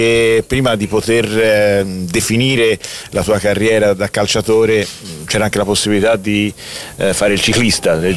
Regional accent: Florence, Tuscany, Italy; Da fiorentino, da grande tifoso viola

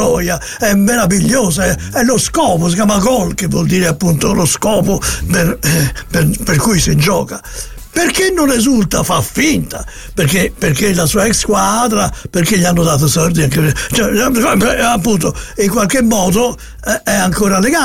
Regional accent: Naples, Campania, Italy; Ma io sono napoletano, posso via parlare a Fiorentina?

